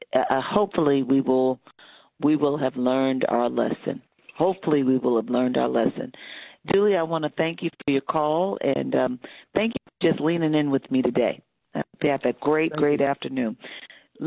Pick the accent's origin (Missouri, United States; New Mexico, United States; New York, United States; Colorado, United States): New York, United States; Brooklyn; No, I grew up in Brooklyn. I went to Midwood High School.